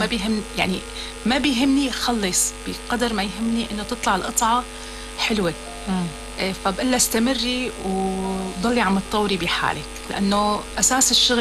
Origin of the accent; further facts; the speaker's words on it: Syria; moved away as an adult; also born or lived in Egypt; يعني إذا ببلد الغربة نجحت فمعقولة أفشل ببلدي؟